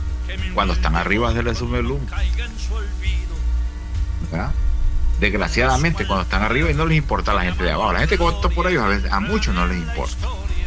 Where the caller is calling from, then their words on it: Honduras; yo como hondureño